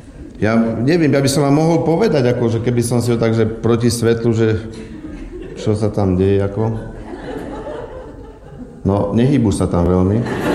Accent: Banská Bystrica, Banská Bystrica Region, Slovakia; som z Banskej Bystrice.

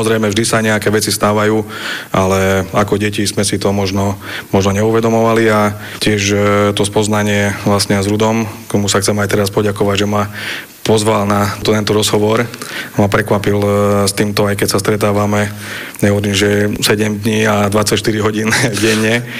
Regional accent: Moldava nad Bodvou, Košice Region, Slovakia; moved away as an adult; also born or lived in Nitra; ja som sa dostal na strednú poľnohospodársku školu v Moldave, takže ja si myslím, že celé to detstvo do tých 18 rokov som strávil v Moldave, takže som neodcestoval do Košic alebo niekde inde na strednú školu.

